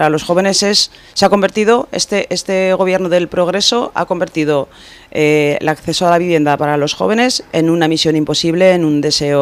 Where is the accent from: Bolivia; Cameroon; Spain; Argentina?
Spain; Borja, Aragon; ya que vengo de Borja